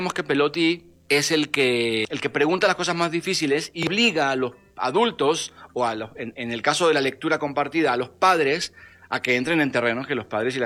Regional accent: Argentina; Yo soy argentino, pero me río mucho de los argentinos.

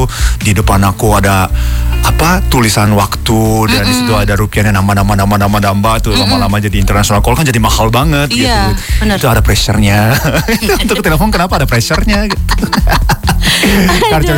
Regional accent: Tokyo, Japan; Indonesian is a second language; Aku dari Tokyo. Tokyo kan terang ya.

